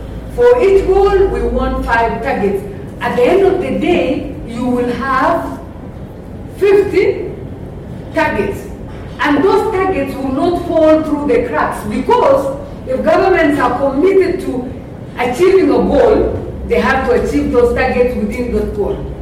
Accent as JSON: {"language": "English", "country": "Kenya", "said": "knowing that I came from Kenya"}